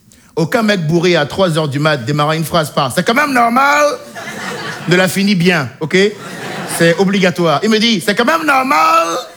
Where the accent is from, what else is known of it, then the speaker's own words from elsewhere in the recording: Benin; J'ai grandi au Bénin, un petit pays d'Afrique de l'Ouest